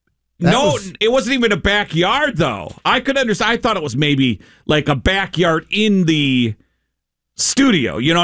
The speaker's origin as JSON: {"language": "English", "region": "Minnesota", "country": "United States", "tie": "born or raised there", "moved": "yes", "said": "All right, we had this guy when I grew up in Minnesota"}